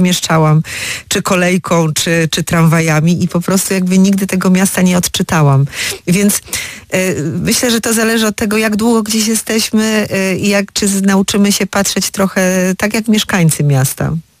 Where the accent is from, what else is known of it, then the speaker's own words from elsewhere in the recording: Wrocław, Lower Silesian Voivodeship, Poland; also born or lived in Warsaw / Łódź; now in Opole, Poland; kupiłam mieszkanie w centrum, to nawet powiedziałam coś takiego, że wracam do centrum, ponieważ ja się wychowałam na Starym Mieście we Wrocławiu, w okolicach rynku